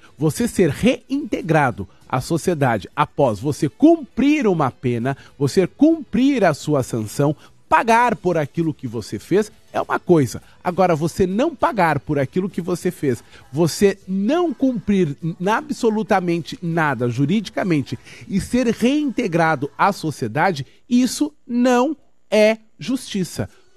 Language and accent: Portuguese; Candiota, Rio Grande do Sul, Brazil; moved away; Estive na minha cidade natal, em Candiota